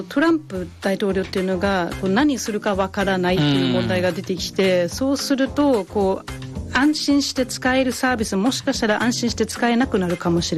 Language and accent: Japanese; Schleswig-Holstein, Germany; Japanese is a second language; でそれが私の地元だったりするんですけど、